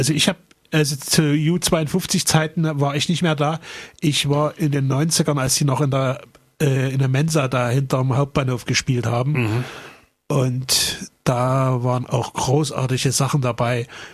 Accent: East Germany, Germany; born there; was ich als geborener Ostdeutscher nie verstanden habe.

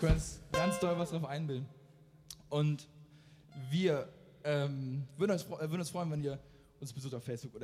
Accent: Lüneburg, Lower Saxony, Germany; wir kommen aus Lüneburg, wir haben schon gesagt

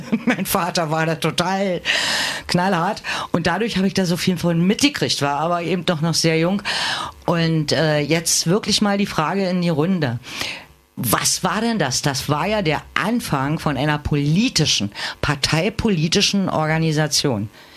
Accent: East Germany, Germany; born there; Und ich bin ja im Osten geboren und habe den Osten miterlebt, wo Klima und Umwelt immer gar kein Thema war.

